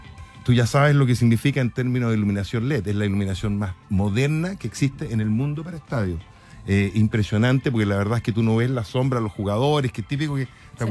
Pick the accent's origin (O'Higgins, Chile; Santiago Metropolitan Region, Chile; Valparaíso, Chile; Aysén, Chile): Valparaíso, Chile; Viña del Mar; Yo soy viñamarino